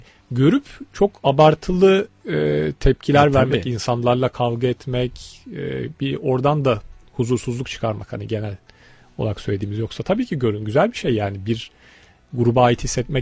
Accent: Bursa, Turkey; moved away; sempatim var tabii ki benim şehrimin takımı Bursa Spor'a.

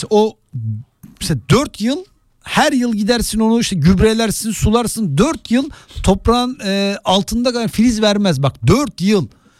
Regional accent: Istanbul, Turkey; ben Gazi Osman Paşa'da büyüdüm benim. Annem babam Yugoslavya'dan gelmiş

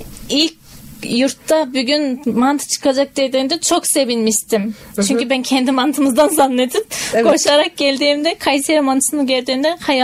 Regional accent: Mongolia; Turkish is a second language; Bizim yöresel yemeklerin hepsi etli oluyor.

